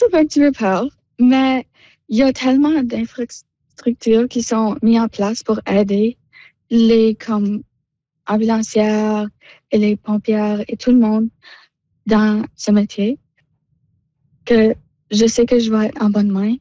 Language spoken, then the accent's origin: French; Halifax, Nova Scotia, Canada; Je viens d'une communauté à Halifax qui s'appelle Bedford.